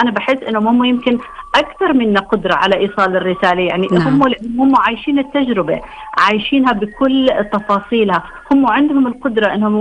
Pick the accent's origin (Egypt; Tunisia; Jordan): Jordan; عندنا بالأردن